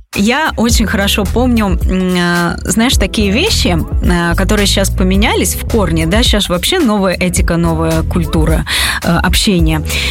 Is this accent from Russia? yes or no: no; Odesa, Odesa Oblast, Ukraine; я из Одессы